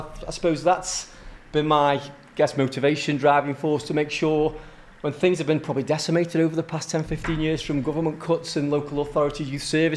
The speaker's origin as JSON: {"language": "English", "town": "Stoke-on-Trent", "region": "West Midlands", "country": "United Kingdom", "tie": "born or raised there", "said": "growing up in Longton"}